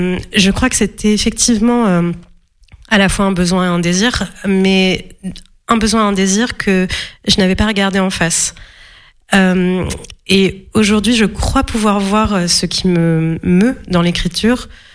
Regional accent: Morocco; moved away as an adult; now in France; Moi, j'ai grandi au Maroc, donc j'ai aussi raconté le monde qui était le mien jusqu'à mes 18 ans quand je me suis installée en France.

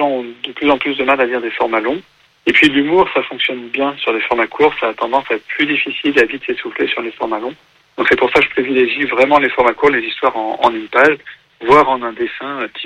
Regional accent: Lyon, Auvergne-Rhône-Alpes, France; Moi, je suis lyonnais d'origine et j'habite en Bourgogne aujourd'hui.

